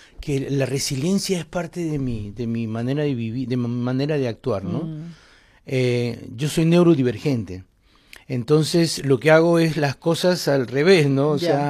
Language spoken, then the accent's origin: Spanish; Lima, Peru; born or raised there